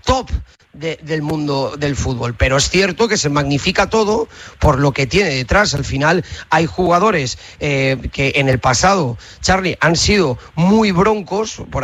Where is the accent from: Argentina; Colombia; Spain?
Spain; Valencia, Valencian Community; También me has hecho una pregunta difícil porque soy de Valencia. Entonces aquí no tiene buen recuerdo, esa es la realidad.